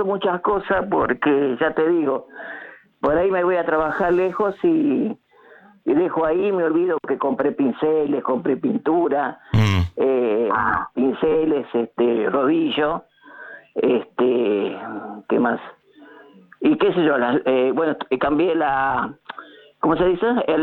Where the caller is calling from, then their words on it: Castelar, Buenos Aires Province, Argentina; Estoy en la zona de Castelar